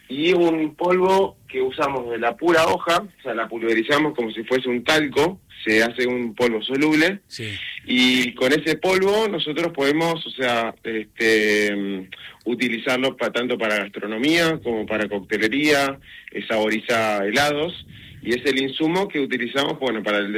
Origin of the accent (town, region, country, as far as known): Buenos Aires, Argentina